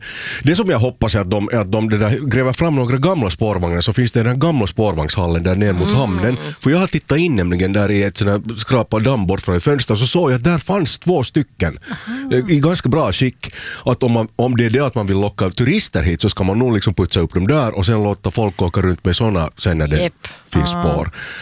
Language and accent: Swedish; Helsinki, Uusimaa, Finland; now in Turku, Finland; Så att jag kommer ju från en stad som, alltså jag är uppvuxen i Helsingfors